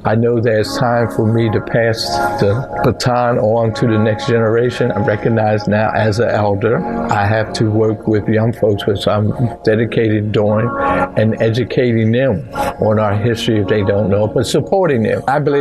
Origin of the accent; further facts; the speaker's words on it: Philadelphia, Pennsylvania, United States; I was born in Philadelphia in 1946. I grew up in a neighborhood on a block where every house there was a father and mother that lived in that house.